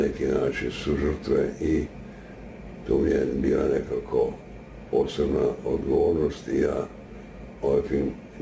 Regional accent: Split, Split-Dalmatia County, Croatia; born there; moved away; pošto ja potičem iz Hrvatske, pošto sam rođen u Splitu, u okolici Splita

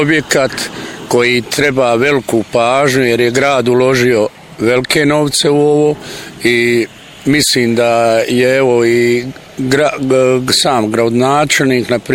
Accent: Tuzla, Federation of Bosnia and Herzegovina, Bosnia & Herzegovina; Evo, ja ću reći sad kao Tuzlak, ne kao direktor. Drago mi je što je gradsko groblje napokon otvoreno. Stvarno, Tuzla je to trebala i prije

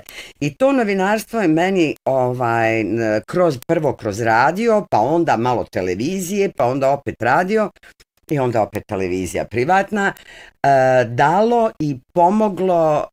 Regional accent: Sarajevo, Federation of Bosnia and Herzegovina, Bosnia & Herzegovina; Rodni grad u mom srcu je uvijek moj rodni grad i Sarajevo je nešto što se ne može zaboraviti

